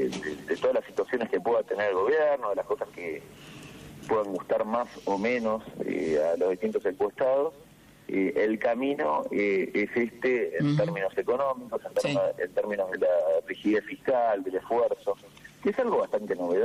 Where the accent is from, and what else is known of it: Argentina